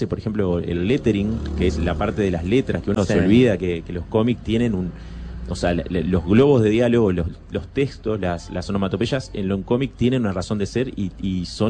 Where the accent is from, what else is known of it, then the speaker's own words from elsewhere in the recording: Salta, Argentina; Digo, yo aclaro que soy salteño porque soy bastante...